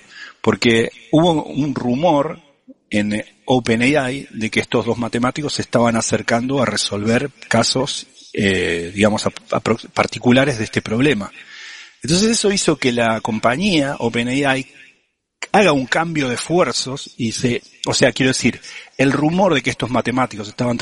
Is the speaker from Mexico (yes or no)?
no; Argentina; porque yo como argentino uso un solo apellido